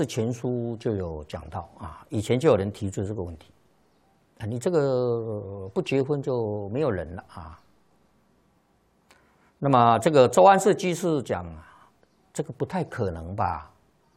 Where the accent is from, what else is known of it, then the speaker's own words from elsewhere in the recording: China; 我们中国人